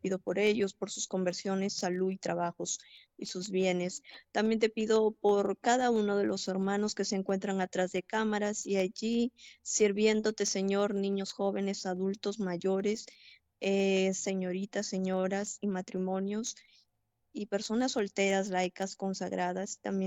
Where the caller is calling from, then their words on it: Piura, Peru; Soy de Piura, Perú.